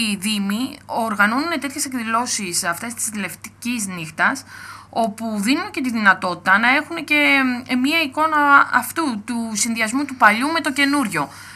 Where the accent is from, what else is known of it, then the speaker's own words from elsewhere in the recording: Kavala, East Macedonia and Thrace, Greece; από την πόλη μου, από την Καβάλα